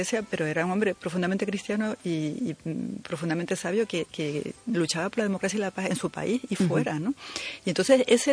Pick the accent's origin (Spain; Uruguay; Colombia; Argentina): Spain; Yo desde luego como española me siento muy, muy orgullosa de que en mi país haya gente así en la historia, ¿no?